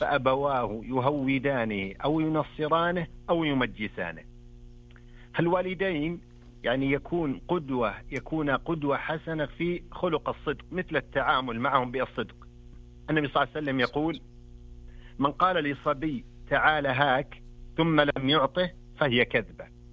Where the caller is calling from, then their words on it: Al-Qassim, Saudi Arabia; من القصيم.